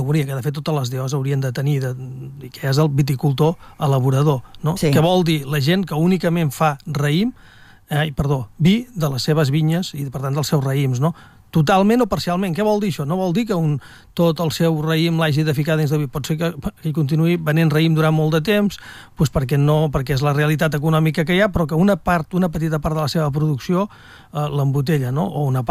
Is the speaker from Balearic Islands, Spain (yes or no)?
no; Catalonia, Spain; Som catalans